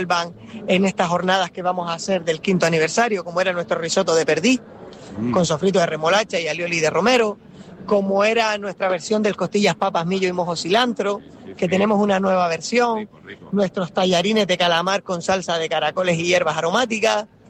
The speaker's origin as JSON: {"language": "Spanish", "region": "Canary Islands", "country": "Spain"}